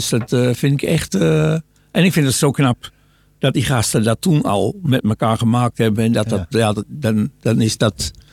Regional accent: Spakenburg, Utrecht, Netherlands; Ik kom uit de Spakenburgerhoek.

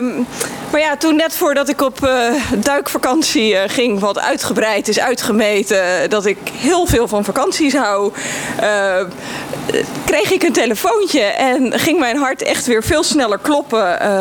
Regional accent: Leeuwarden, Friesland, Netherlands; born there; now in Soest, Netherlands; 39 jaar, geboren in Leeuwarden als dochter van Groningse ouders. Dus je mag wel uitgaan van een flinke portie nuchterheid bij mij. Geen Fries, alleen maar als het vriest.

